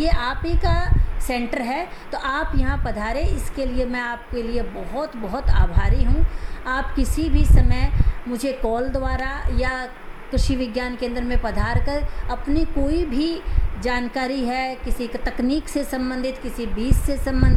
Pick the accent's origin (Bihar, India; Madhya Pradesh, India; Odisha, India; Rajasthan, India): Rajasthan, India; Jhalawar district